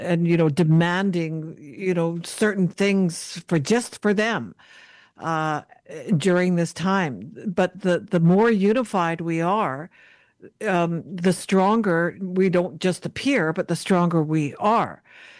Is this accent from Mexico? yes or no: no; Canada